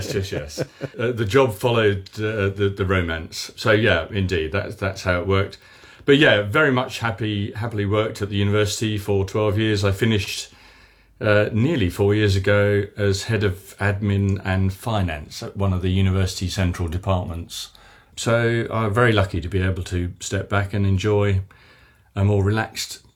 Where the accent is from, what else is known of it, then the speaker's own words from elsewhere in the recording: London, United Kingdom; moved away as an adult; also born or lived in Wales / Gloucestershire / Hertfordshire; now in Oxford, United Kingdom; No, I'm a Londoner born and bred, and I've lived in Wales and Gloucestershire and London and Hertfordshire, but been in Oxford for the last 15 years with my husband Peter